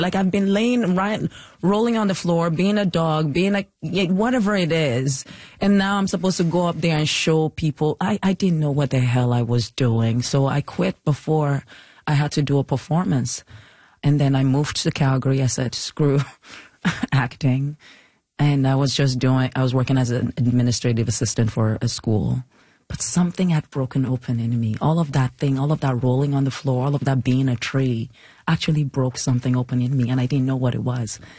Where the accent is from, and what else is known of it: Nigeria